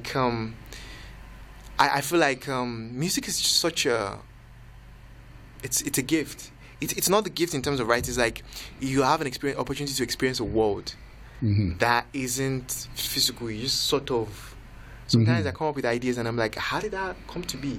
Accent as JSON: {"language": "English", "country": "Nigeria", "moved": "as an adult", "lives_now": "Windsor, Canada", "said": "when I came from Nigeria in 2016, and I came to do my master's here"}